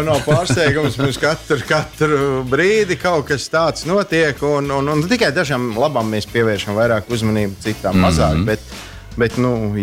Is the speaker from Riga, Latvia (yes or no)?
yes; Riga, Latvia; Dzimšu un audzis Rīgā, bet mans tēvs ir kurzemnieks, aizputnieks.